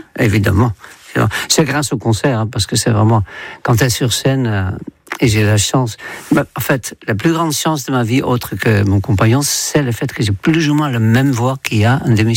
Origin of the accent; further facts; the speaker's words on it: Netherlands; French is a second language; moved away as an adult; Et j'ai quitté les Pays-Bas quand j'avais 21 ans, donc ça fait 61 ans.